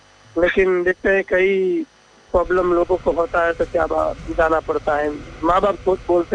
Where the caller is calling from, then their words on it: Mehsana, Gujarat, India